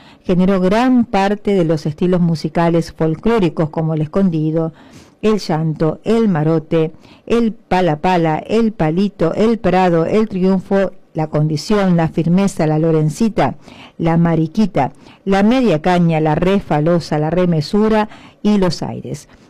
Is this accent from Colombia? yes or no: no; Argentina; somos argentinos, defender nuestra argentinidad